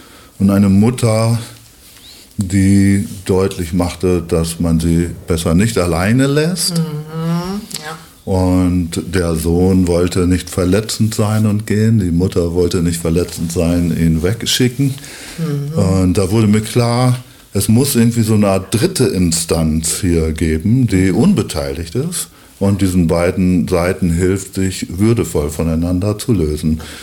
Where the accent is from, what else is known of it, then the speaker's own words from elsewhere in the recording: Lower Saxony, Germany; accent: East Frisian; moved away as an adult; also born or lived in Freiburg; Also ich bin gebürtiger Ostfriese, das werde ich sprachlich auch nicht ganz verbergen können.